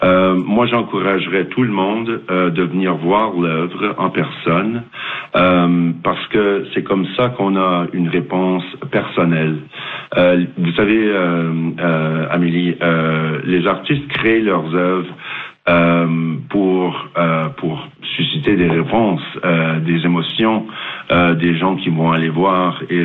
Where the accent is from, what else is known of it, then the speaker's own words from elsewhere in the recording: New Brunswick, Canada; ici, chez nous, au Nouveau-Brunswick.